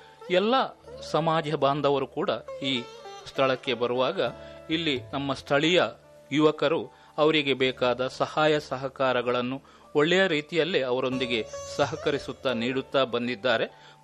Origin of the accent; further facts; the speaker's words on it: Mangalore, Karnataka, India; ನಮ್ಮ ಊರಿನ ಹೆಸರು ಬೋಳೂರು ಆದರೂ ಕೂಡ ಇದು ತೆಂಗು ಬಾಳೆ ಮರ ಗಿಡಗಳಿಂದ ತುಂಬಿರುವ ಸುಂದರ ನದಿ ನಾರೆಯನ್ನು ಕೂಡ ಹೊಂದಿರುವ